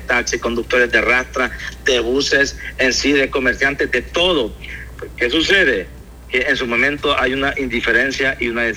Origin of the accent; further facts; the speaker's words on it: Honduras; Todos los policías que formamos parte de esta institución policial somos personas hondureñas, somos de tierra adentro, somos de ciudad y todo.